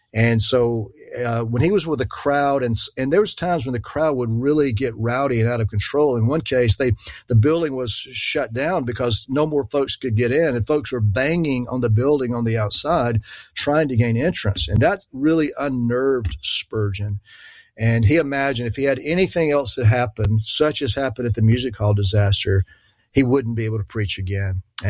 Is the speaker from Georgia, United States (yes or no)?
yes; Dawsonville, Georgia, United States; accent: country; a fellow Dawsonvillian, or used to be at least.